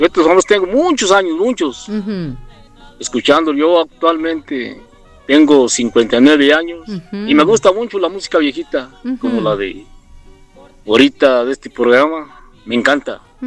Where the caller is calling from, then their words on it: Atotonilco el Alto, Jalisco, Mexico; yo te escucho en Barranca, La Bacate, municipio de Atotonilco, el Alto Jalisco.